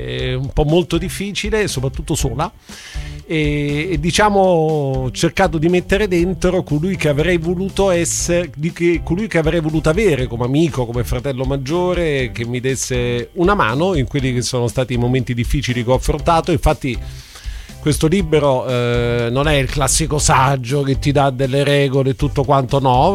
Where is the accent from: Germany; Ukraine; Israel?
Germany; Italian is a second language; perché non so scrivere, perché sono tedesco, ho sempre avuto un po' un complesso sulla mia conoscenza dell'italiano.